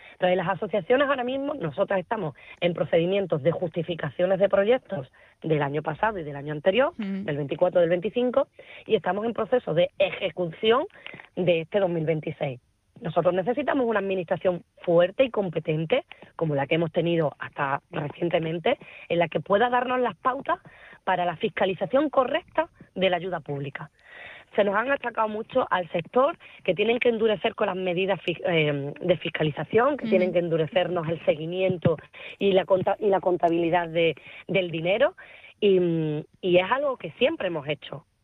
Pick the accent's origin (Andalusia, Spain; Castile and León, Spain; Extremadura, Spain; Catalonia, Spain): Extremadura, Spain; Yo soy extremeña, trabajo en Extremadura